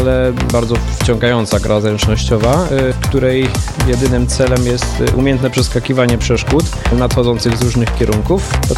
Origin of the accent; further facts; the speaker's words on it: Piekary Śląskie, Silesian Voivodeship, Poland; pochodzę z Piekar Śląskich